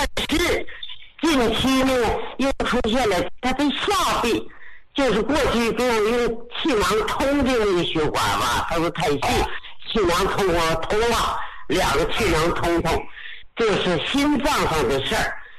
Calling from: Beijing, China; 我是北京的

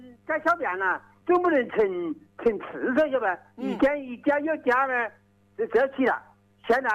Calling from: Qichun, Hubei, China; 黄冈蕲春的。

